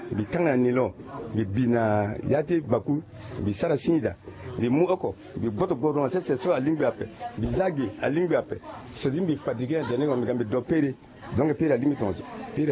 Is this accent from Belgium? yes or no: no; Central African Republic; moi je suis de Centrafrique